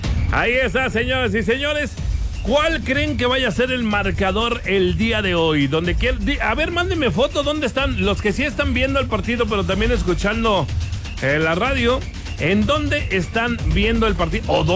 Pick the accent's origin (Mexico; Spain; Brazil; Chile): Mexico; como somos los mexicanos